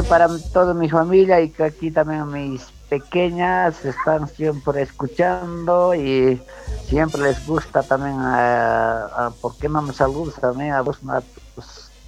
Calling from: Potosí, Bolivia; Nosotros, como somos norte potosinos.

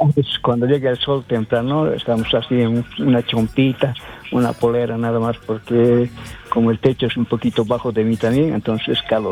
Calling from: Bolivia; saludos también a mi pueblo Alto Saucarí

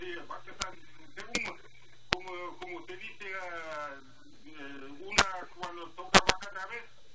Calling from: Salcedo, Cotopaxi, Ecuador; En la comuna de Gacón, San Nicolás, ahí vivo yo.

